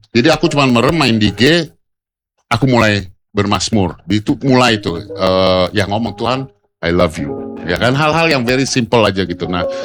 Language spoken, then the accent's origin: Indonesian; Jakarta, Indonesia; born or raised there